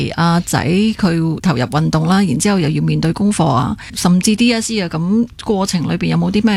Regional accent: Hong Kong; 为我哋港人争光

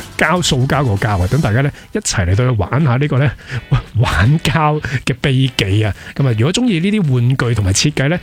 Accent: Hong Kong; 伴随住我哋香港人长大

